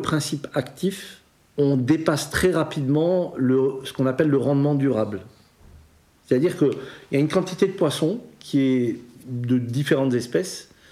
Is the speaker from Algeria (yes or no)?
yes; Algeria; now in France; Quand je suis parti d'Algérie